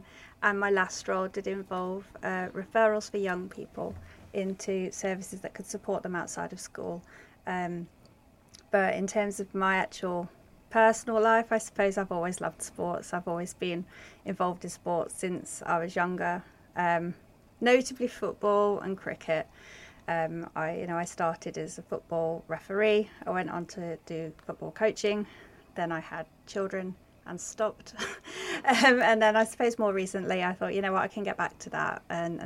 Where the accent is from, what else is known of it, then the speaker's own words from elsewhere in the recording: West Midlands, United Kingdom; moved away; I grew up in Shropshire, so it was very rural